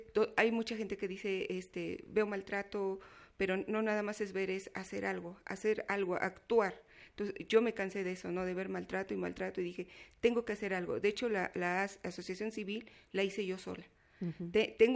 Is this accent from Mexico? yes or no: yes; Amajac, Mexico; Las tres son de aquí y yo soy de Amajac.